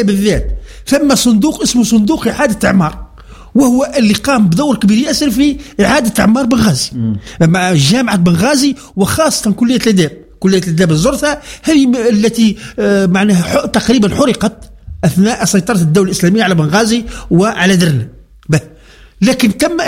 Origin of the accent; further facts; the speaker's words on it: Tunisia; عندنا في تونس